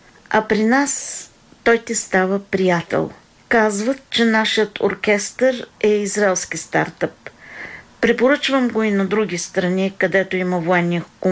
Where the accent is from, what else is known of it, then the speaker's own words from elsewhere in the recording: Hungary; Bulgarian is a second language; now in Israel; от Унгария съм и съм докторантка по медицина.